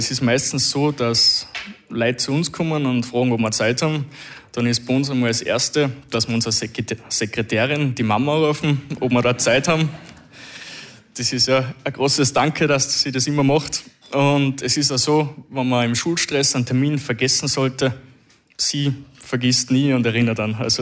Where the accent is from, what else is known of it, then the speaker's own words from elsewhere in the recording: Maria Neustift, Upper Austria, Austria; wir kommen vom biologischen Betrieb aus Maria Neustift.